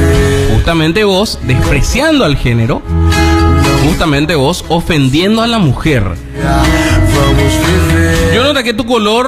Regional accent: Paraguay; Yo soy senadora de la Nación paraguaya, electa con votos.

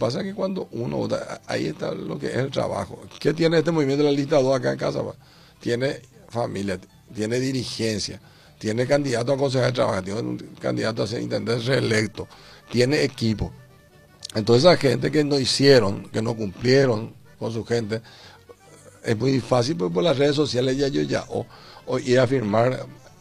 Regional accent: Paraguay; tenemos por primera vez en Paraguay

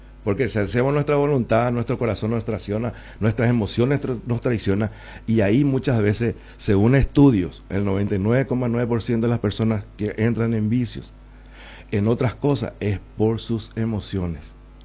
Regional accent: Coronel Oviedo, Caaguazú, Paraguay; Sí, yo soy de Coronel Oviedo.

